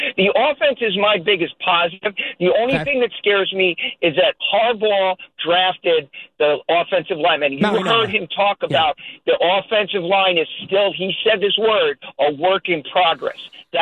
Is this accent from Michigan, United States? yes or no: no; New York, United States; as a New Yorker, I'm a New Yorker.